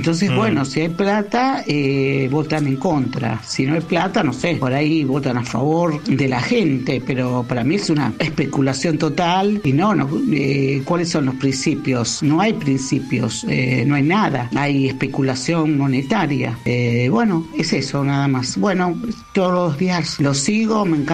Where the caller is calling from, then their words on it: Buenos Aires, Argentina; de Capital.